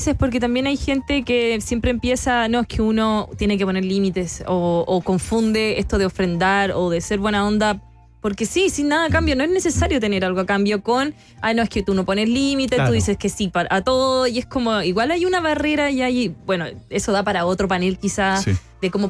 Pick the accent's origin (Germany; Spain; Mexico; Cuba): Germany; Spanish is a second language; Yo nunca me había quedado fuera de la casa porque yo soy alemana, yo tengo todo regla, te lleva donde llave.